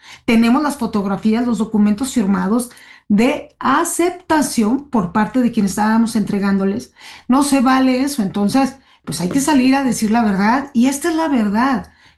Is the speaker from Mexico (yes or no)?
yes; Mexico; No somos tontos los mexicanos, sabemos cuál es la información que no se puede dar a conocer